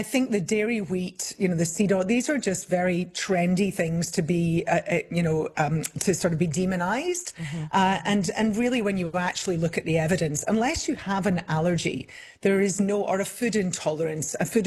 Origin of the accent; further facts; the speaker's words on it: Scotland, United Kingdom; And I grew up in Scotland where venison is much more common than it is here because that's what our local meat is.